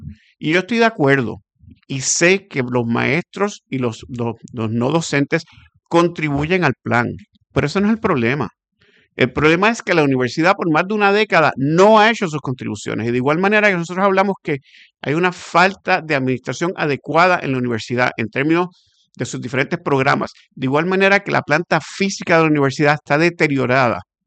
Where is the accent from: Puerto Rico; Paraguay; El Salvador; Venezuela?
Puerto Rico